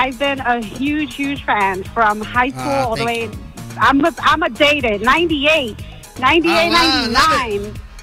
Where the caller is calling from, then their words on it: Pennsylvania, United States; Yes. Pennsylvania.